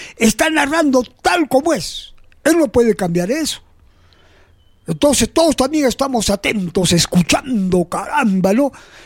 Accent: Peru

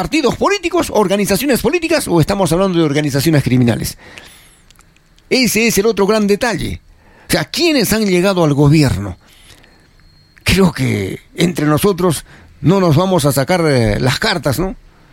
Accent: Peru; Nosotros como peruanos, los que la vivimos, los que la sudamos en el día a día

